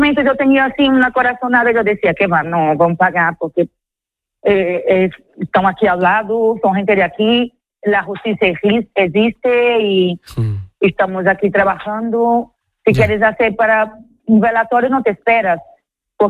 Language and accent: Spanish; São Luís, Maranhão, Brazil; now in Spain